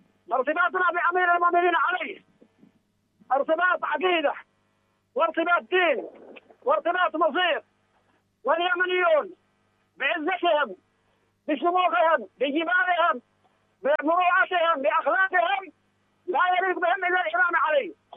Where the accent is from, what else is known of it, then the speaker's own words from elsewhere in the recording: Yemen; أحدثك من بين الألوف المؤلفة في ساحة الغدير في ساحة محلة بني أسد عزلة حق مديرة المحابشة